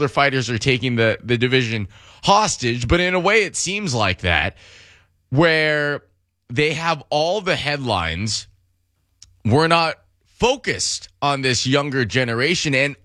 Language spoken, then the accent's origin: English; United States; as an American